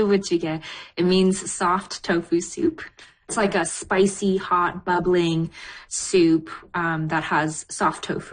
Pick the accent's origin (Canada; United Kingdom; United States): Canada; British Columbia; also born or lived in South Korea; Yeah, I was born in Korea, but I grew up outside of Vancouver.